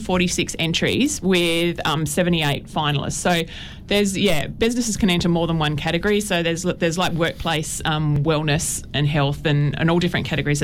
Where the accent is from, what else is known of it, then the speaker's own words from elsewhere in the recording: Tasmania, Australia; moved away; I'm actually from Tassie